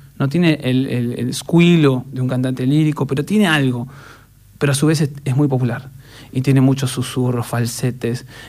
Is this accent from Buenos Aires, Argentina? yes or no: yes; Buenos Aires, Argentina; yo como argentino y porteño, no lo puedo interpretar como un cantante lírico puro.